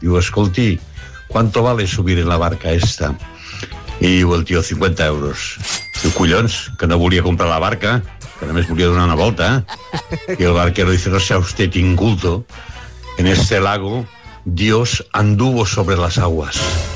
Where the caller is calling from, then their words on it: Cerdanyola del Vallès, Catalonia, Spain; de Cerdanyola.